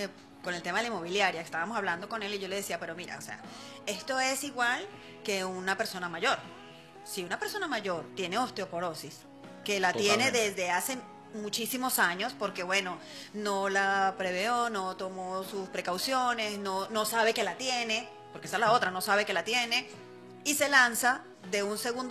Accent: Puerto Píritu, Anzoátegui, Venezuela; born there; este es mi pueblo

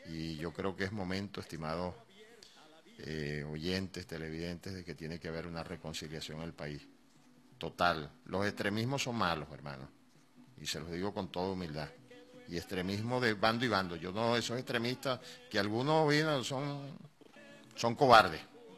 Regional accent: Venezuela; nosotros somos venezolanos y este país es de todos

